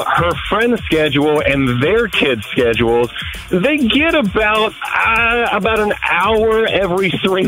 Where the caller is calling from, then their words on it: Coshocton County, Ohio, United States; I'm from Coshocton County.